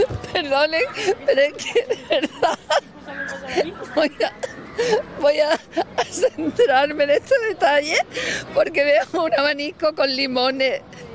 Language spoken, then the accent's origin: Spanish; Andalusia, Spain; accent: Andalusian; Pero claro, aquí en el sur hablamos con acento andaluz.